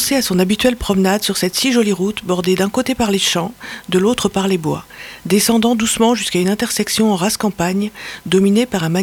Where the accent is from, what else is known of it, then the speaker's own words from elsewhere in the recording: Versailles, Île-de-France, France; Il arpente Versailles en particulier, qui est ma ville natale où j'ai longtemps vécu.